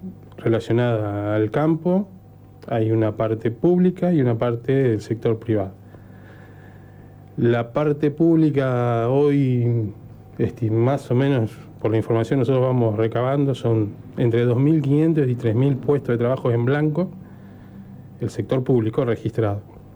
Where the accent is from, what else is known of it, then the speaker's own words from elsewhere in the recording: Junín, Buenos Aires Province, Argentina; La adolescencia la pasé en Junín, provincia de Buenos Aires.